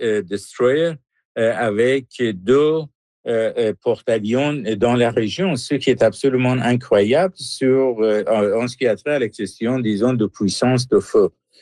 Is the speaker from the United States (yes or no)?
no; Iran; moved away as an adult; now in Canada; Quand, avec ma femme, nous avons quitté l'Iran pour le Canada de venir étudier ici en 78, on payait 6,7 tout le monde, la devise iranienne, pour un dollar américain.